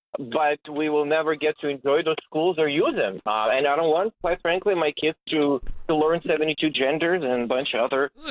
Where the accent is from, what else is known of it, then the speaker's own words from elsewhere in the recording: Ukraine; English is a second language; now in United States; I'm from Ukraine originally, U.S. citizen for 15 years.